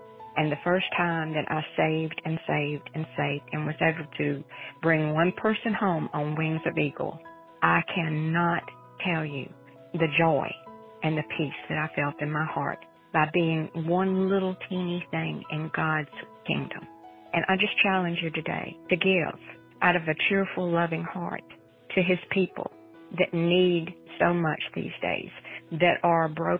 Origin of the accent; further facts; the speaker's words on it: Lamar, South Carolina, United States; I'm from Lamar, South Carolina.